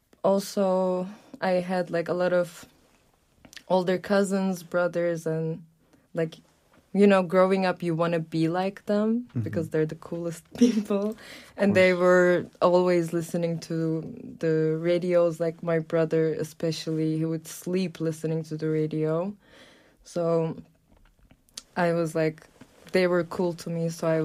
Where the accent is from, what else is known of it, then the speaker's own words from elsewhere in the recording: Turkey; because I'm from Turkey and my hometown is right across Greece, mm-hmm. on the Aegean coast